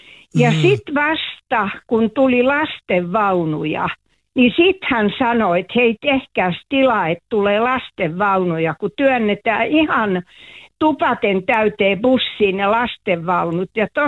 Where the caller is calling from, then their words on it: Vantaa, Uusimaa, Finland; täällä meillä Myyrmäessä